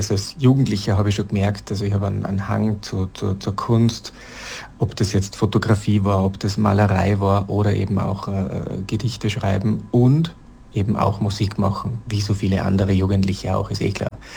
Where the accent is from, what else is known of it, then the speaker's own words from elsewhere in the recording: Rauris Valley, Salzburg, Austria; moved away; aufgewachsen im Raurisertal.